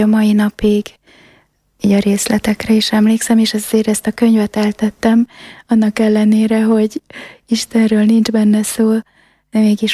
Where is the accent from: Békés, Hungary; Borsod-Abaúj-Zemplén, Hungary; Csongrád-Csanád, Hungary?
Békés, Hungary; Szarvas; moved away as an adult; also born or lived in Budapest; now in Zsámbék, Hungary; Szarvason születtem, egy nagyon szerető családban. Édesanyám és édesapám már hitem szerint a mennyben van. Egy húgommal élünk itt a földön. Idén leszek 60 éves.